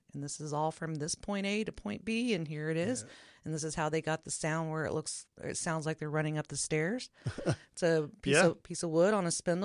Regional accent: Oklahoma, United States; And I'm not from here. I am from Oklahoma. I have a book called Ghostlahoma.

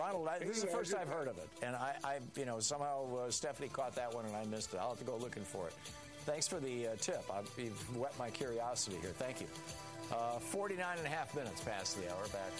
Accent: Michigan, United States; I'm sorry, even though I grew up in Michigan.

